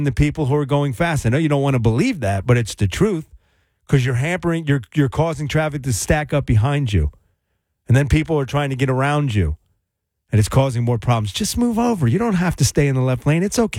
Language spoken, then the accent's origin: English; New Jersey, United States; also born or lived in Willingboro, New Jersey / Jackson, New Jersey; Born and raised in New Jersey, lived in Willingboro and Jackson, and now over here in Ewing. Jersey attitude.